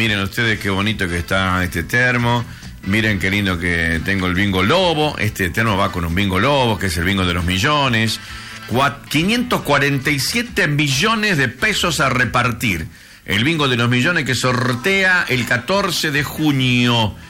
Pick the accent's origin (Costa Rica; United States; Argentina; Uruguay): Argentina; Todos somos argentinos